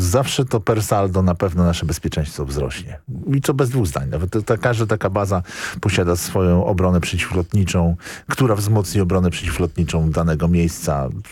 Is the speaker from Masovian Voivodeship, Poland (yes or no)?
yes; Warsaw, Masovian Voivodeship, Poland; Ja jestem z Warszawy, więc ja nawet zostaję w Warszawie.